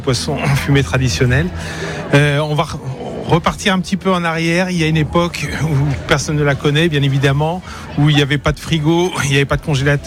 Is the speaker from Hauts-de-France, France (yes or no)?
no; Brittany, France; vers chez nous en Bretagne, on avait le salage.